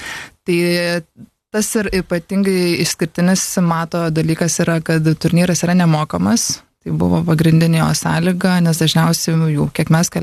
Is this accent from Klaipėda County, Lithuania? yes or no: no; Šiauliai, Šiauliai County, Lithuania; moved away as an adult; now in Vilnius, Lithuania; aš pati esu iš Šiaulių ir vaikai mano savo krepšinio kelią pradėjo Šiauliuose